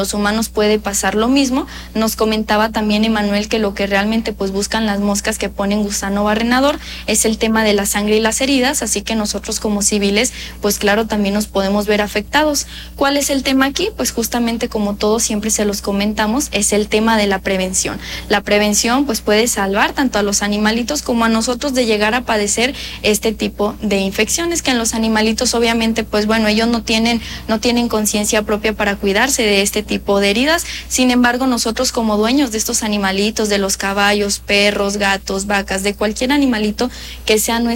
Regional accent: Mexico; fiestas patrias que nos corresponden a todos como mexicanos

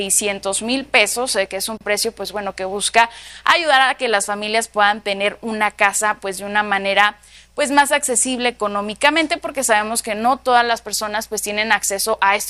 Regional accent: Mexico; nosotros como mexicanos

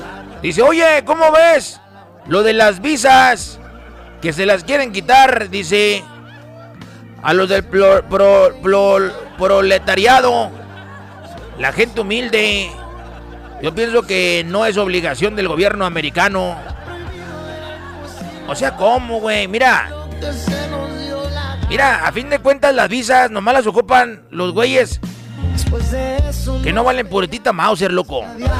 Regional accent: Mexico; nuestros topos mexicanos

